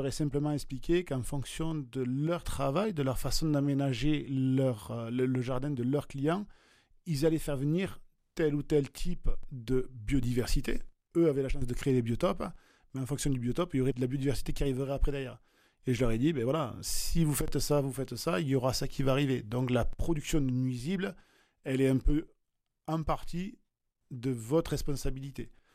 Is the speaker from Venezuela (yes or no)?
no; Villefranche-de-Rouergue, Occitanie, France; Moi, je suis né sur Villefranche-de-Rouergue. J'ai grandi sur l'Aveyron. J'ai voyagé beaucoup, mais je me plais ici